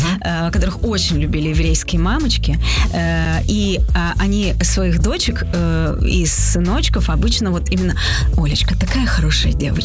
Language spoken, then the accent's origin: Russian; Odesa, Odesa Oblast, Ukraine; Изначально я родилась на Молдаванке, прожила там юность свою.